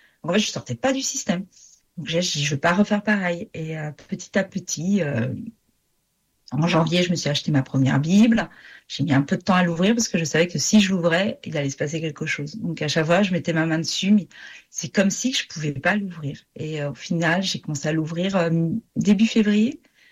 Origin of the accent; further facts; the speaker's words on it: Pays de la Loire, France; Ulrich, c'est le pasteur de l'église que l'on a chez nous en Vendée.